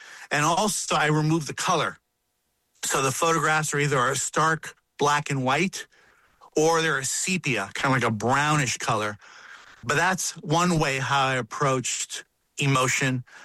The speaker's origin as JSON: {"language": "English", "town": "Brooklyn", "region": "New York", "country": "United States", "tie": "born there", "said": "my family, my mother in particular, is from Puerto Rico. And although I was born in Brooklyn"}